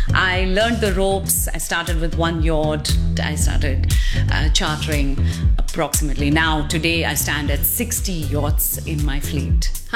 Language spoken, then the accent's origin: English; Oman; moved away as an adult; now in Singapore; So I was born and raised in Oman. Four generations of our family have been living in Oman up until 2004, when my husband got a project invitation to come and work in Singapore for a bit.